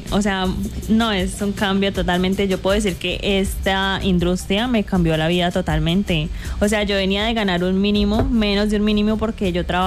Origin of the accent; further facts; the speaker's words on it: Bogotá, Bogotá D.C., Colombia; born there; now in Villavicencio, Colombia; yo nací en Bogotá. Llevo aquí aproximadamente 14 años.